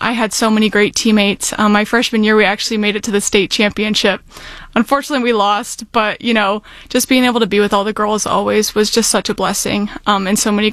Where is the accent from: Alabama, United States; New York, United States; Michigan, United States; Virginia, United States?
Michigan, United States; Hartland; Yes, so born and raised in Heartland, Michigan.